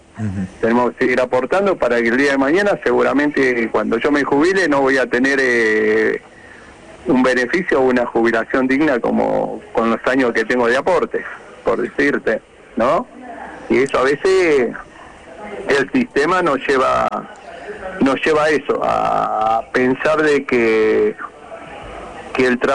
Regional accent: Argentina; cerrando como sociedad y como ciudadano y como argentino

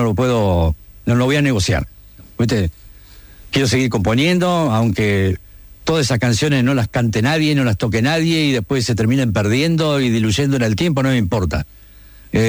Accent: Gualeguay, Entre Ríos, Argentina; Bueno, nací acá en Gualeguay y creo que me voy a morir acá. Este es mi pueblo y decidí quedarme acá.

